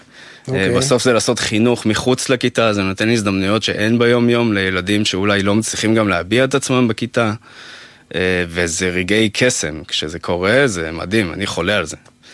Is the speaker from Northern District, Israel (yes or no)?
no; Ramat Gan, Tel Aviv District, Israel; גדלתי ברמת גן, אז תנועת נוער וכל העניינים האלה זה... בצופים.